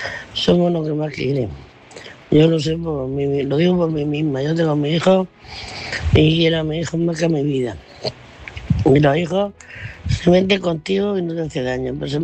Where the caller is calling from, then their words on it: Murcia, Region of Murcia, Spain; de Murcia